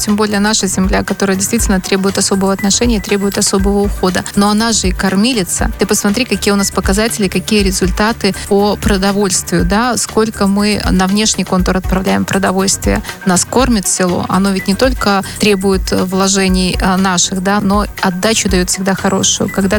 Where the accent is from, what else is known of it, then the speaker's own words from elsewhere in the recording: Belarus; Это мы белорусы, это наша земля, вот это то, что исконно мы.